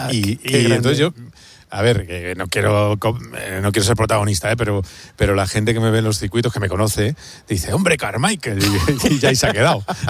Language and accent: Spanish; Community of Madrid, Spain